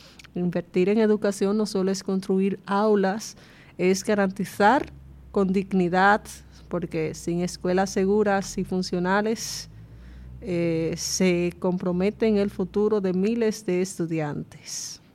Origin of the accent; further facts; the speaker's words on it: Baní, Peravia, Dominican Republic; Baní, provincia Peravia. Y estamos, nos sentimos sumamente orgullosos de pertenecer a esta provincia de hombres y mujeres trabajadores.